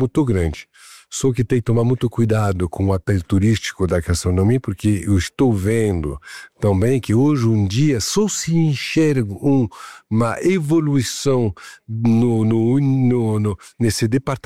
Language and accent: Portuguese; Paris, Île-de-France, France; Portuguese is a second language; moved away as an adult; now in São Paulo, Brazil; lá na minha cidade natal, que é Paris, em 2008, eu decidi trazer esse conceito aqui